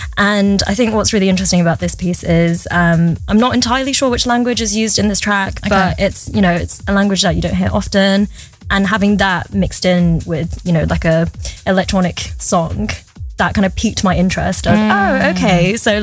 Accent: Manchester, North West England, United Kingdom; now in London, United Kingdom; Like I was born and raised in Manchester. Like I was raised on like … indie pop, and you know, like Western music is a really big part of my life. Moved to London

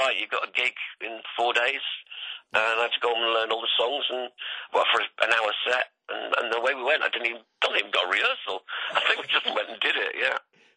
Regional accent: Blackpool, North West England, United Kingdom; moved away as an adult; Yeah, I was born in Poulton and lived in Blackpool up to sort of being about 18, and then I sort of started touring.

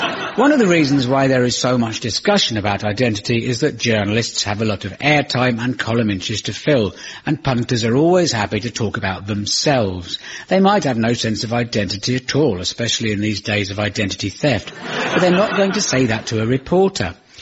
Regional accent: United Kingdom

